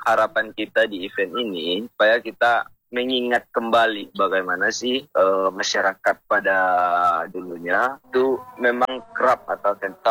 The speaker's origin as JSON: {"language": "Indonesian", "region": "West Sumatra", "country": "Indonesia", "said": "kami, sebagai orang Mentawai"}